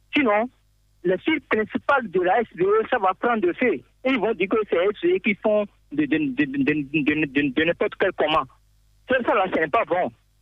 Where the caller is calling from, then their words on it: Benin; nous, le peuple béninois